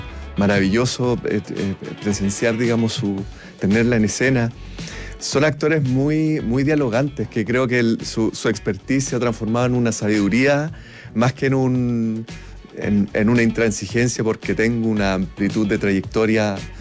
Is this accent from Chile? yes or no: yes; Concepción, Biobío, Chile; Y bueno, y Consuelo, yo crecí viéndola. Soy de Concepción